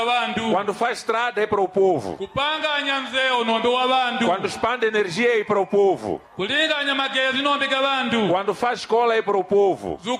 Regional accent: Mozambique

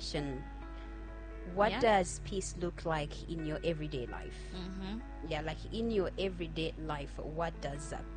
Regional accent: Eastern Province, Zambia; because I'm from the east.

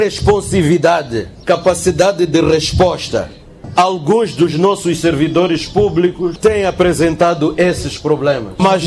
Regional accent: Mozambique; entre nós, como moçambicanos

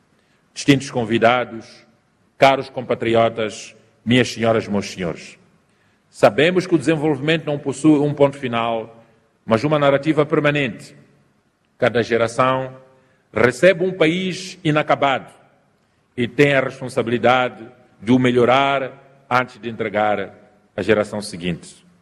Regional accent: Mozambique; continuaremos, como moçambicanos

